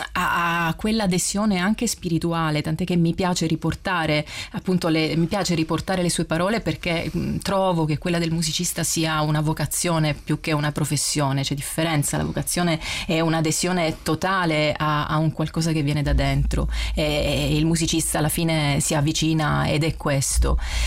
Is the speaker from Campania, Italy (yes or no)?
no; Reggio Calabria, Calabria, Italy; il Conservatorio Cilea di Reggio Calabria, mia città natale e attuale.